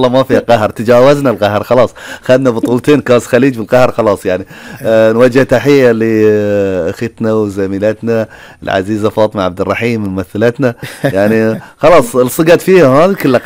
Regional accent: Bahrain; إحنا كمواطنين بحرينيين، وتجمعنا كخليجيين أيضا

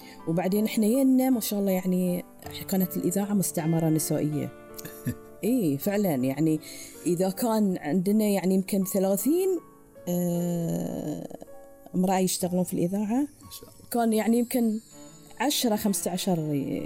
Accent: Muharraq, Muharraq Governorate, Bahrain; طبعا أنا من مواليد الستينات، 64، ولد في المحرق في الحالة فريج الصنقل.

